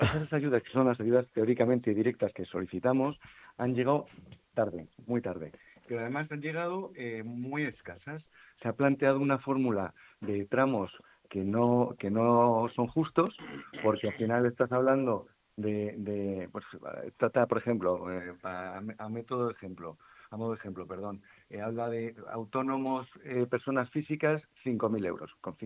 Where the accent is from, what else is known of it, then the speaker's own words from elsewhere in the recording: Madrid, Community of Madrid, Spain; now in Ceuta, Spain; Yo soy de Madrid y hace 26 años vine aquí por primera vez y me enamoré del destino.